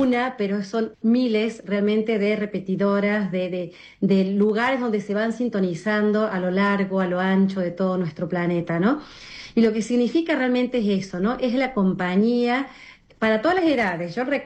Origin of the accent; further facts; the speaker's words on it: Argentina; yo conocí a la radio cuando era muy chica, acá en mi país, en Argentina, con nuestra Radio María Argentina, que mi mamá la escuchaba siempre